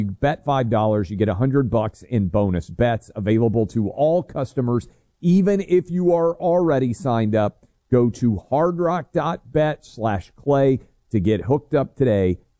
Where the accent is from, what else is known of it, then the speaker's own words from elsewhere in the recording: Tennessee, United States; You can play in Arizona, Colorado, Illinois, Indiana, Michigan, New Jersey, Ohio, Virginia, my home state of Tennessee, and Florida.